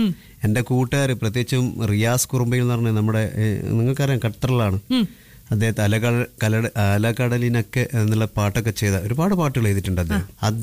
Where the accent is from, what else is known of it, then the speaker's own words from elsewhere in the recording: Vadakara, Kerala, India; നമ്മുടെ നാട്ടിൽ, ഇപ്പൊ എന്റെ നാട്ടിൽ വടകര